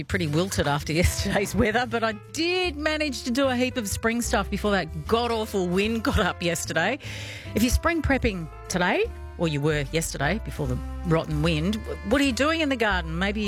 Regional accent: Sydney, New South Wales, Australia; So, we had I grew up in Western Sydney.

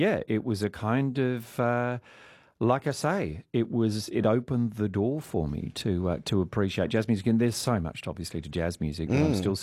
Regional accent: Stoneville, Western Australia, Australia; also born or lived in England; I was born in England. We came out to Australia in 1968. I was nearly 3 years old. We stayed initially at the migrant camp, the migrant hostel in Perth, and then we built a house in Stoneville. So I grew up mostly in the hills

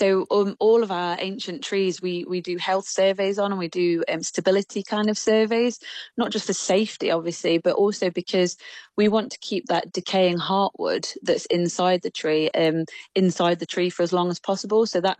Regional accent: Nottingham, East Midlands, United Kingdom; I'm a local girl, so I'm from Nottingham, and I think it must have been when I was in infant school

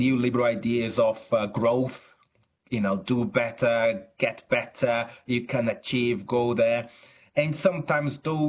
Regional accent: Brazil; now in Chichester, United Kingdom; I'm originally from Brazil, although I'm academic in at the University of Chichester in the UK. I see a lot of that also in Brazil.

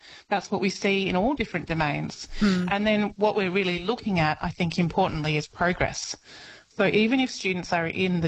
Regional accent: Walcha, New South Wales, Australia; now in Armidale, Australia; I'm in Armidale, and I said to your producer I was from Walca

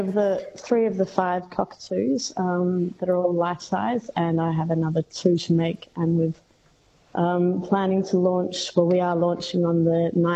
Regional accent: Western Australia, Australia; moved away as an adult; now in United Kingdom; Yeah, so I'm based in England actually at the moment and for another couple of years, but I'm Australian right. and I grew up in the southwest.

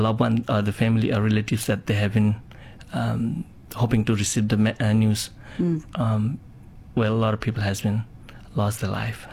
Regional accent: Australia; as Australian

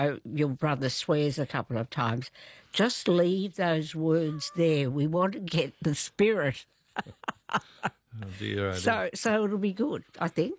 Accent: Australia; We're Australian. You know, we like all that honesty.

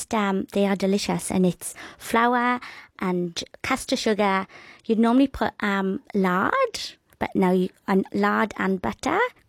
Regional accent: Wales, United Kingdom; Oh, we were a cereal and toast family, so normally wheat bread.

